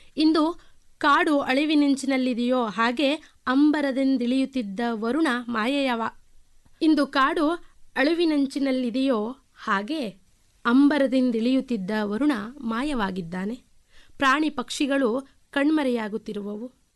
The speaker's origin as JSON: {"language": "Kannada", "town": "Nanjangud", "region": "Karnataka", "country": "India", "tie": "born or raised there", "said": "ನಾನು ಮೈಸೂರು ಜಿಲ್ಲೆಯ ನಂಜನಗೂಡಿನವಳು. … ಹಾಗೂ ತಾಯಿ ಕಮಲಾಕ್ಷಮ್ಮ. ನಾನು ಹುಟ್ಟಿದ್ದು ಬೆಳೆದುದ್ದು ಎಲ್ಲವೂ ನಂಜನಗೂಡಿನಲ್ಲೇ. ನನ್ನ ಪ್ರಾಥಮಿಕ ಶಿಕ್ಷಣದಿಂದ ಪದವಿ ಹಂತದವರೆಗೂ ಸಹ ನಾನು ನಂಜನಗೂಡಿನಲ್ಲೇ ಓದಿದ್ದು."}